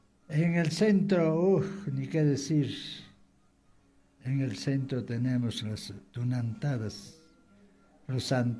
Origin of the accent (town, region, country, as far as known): Peru